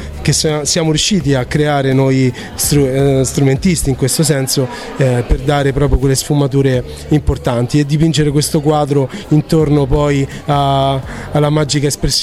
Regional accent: Poli, Lazio, Italy; now in Turin, Italy; Io sono di Roma, sì, okay. Di un paese in realtà molto piccolo in provincia di Roma, si chiama Poli, vicino a Tivoli, siamo 2100 persone, però ecco, mi faccio valere anche qui a Torino

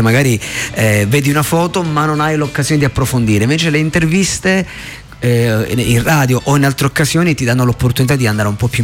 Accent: Cosenza, Calabria, Italy; tutta la mia città, la mia terra, gli ascoltatori e le ascoltatrici di Radio Jukebox

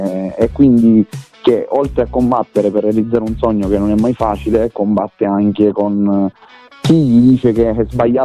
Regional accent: Southern Italy, Italy; io sono fiero di essere terrone.

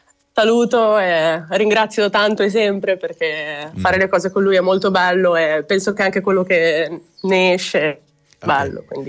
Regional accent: Cogoleto, Liguria, Italy; Io sono di Cogoleto, in realtà.

